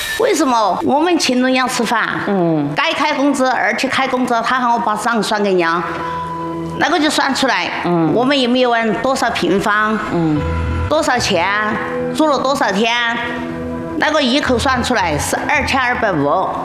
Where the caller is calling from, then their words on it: Sichuan, China; 我也豪爽，我们四川人都豪爽